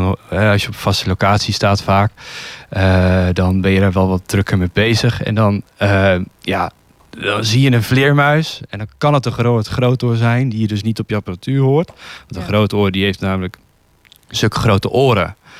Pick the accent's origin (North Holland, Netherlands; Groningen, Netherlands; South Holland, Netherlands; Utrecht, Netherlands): Utrecht, Netherlands; Amersfoort; moved away; ik kom uit het Westen. Hè. Ik ben een Amersfoort.